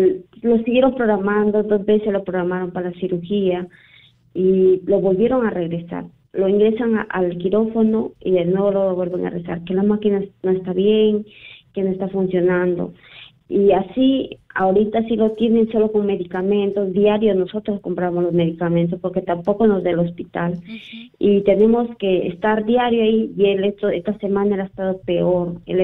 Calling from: Lima, Peru; Y los llamo de acá de San Juan de Miraflores, pero he venido de visita, yo vivo en San Juan del Urigancho.

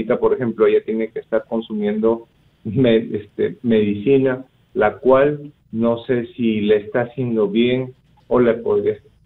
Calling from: Talara, Piura, Peru; Llamo desde Talara, provincia de Piura.

